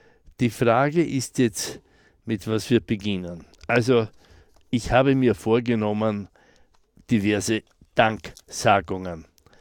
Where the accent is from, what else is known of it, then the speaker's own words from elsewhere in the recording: Styria, Austria; Ich komme aus der Südsteiermark